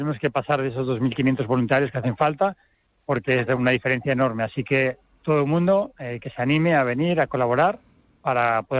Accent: A Coruña, Galicia, Spain; Que está en mi tierra, aquí en Coruña.

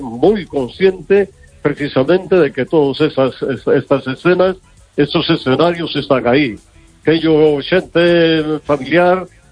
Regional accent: Vigo, Galicia, Spain

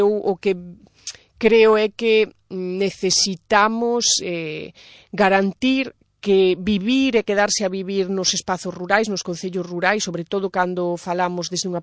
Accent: Ribeira de Piquín, Galicia, Spain; eu son da Ribeira de Piquín, vamos, que ademais eu vivín hasta os 18 anos nun concello de media montaña.

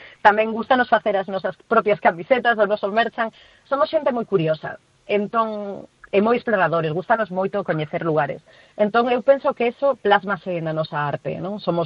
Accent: Galicia, Spain; A xente que somos daqui de Galicia sabemos que esos son para ser galegos

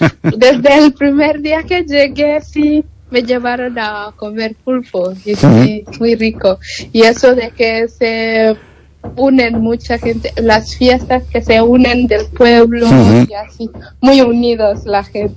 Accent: Rift Valley, Kenya; porque de donde vengo es muy montañosa también y llueve todo el año, y aquí es casi igual también.

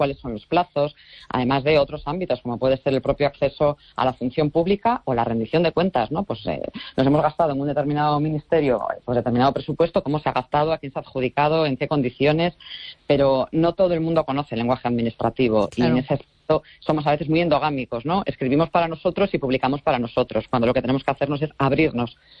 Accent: Galicia, Spain; que afortunadamente se celebra en Galicia y que yo, como gallega, aunque ahora esté al frente de una responsabilidad estatal

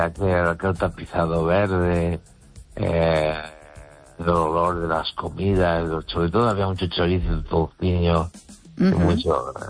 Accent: Galicia, Spain; Y mi pueblo está a unos 9 kilómetros o 8 de Los Peares. Está en la altura de la montaña.

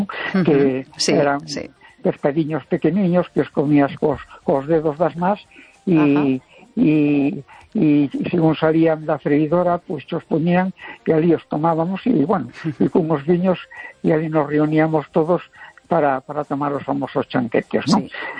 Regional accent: A Coruña, Galicia, Spain

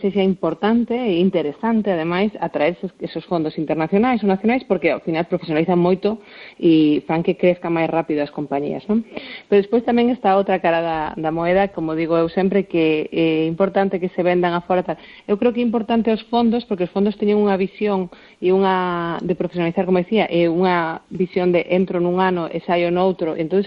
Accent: Galicia, Spain; Pero a nivel galega, como galega falando

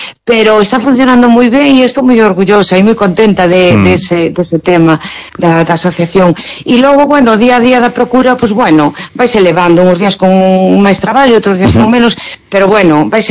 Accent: Cartelle, Galicia, Spain; no meu pobo, que eu son de Cartelle.

